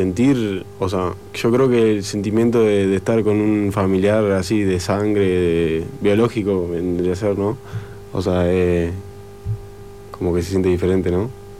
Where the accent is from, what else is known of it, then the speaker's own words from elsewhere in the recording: Rocha, Uruguay; moved away; No, soy de Rocha yo.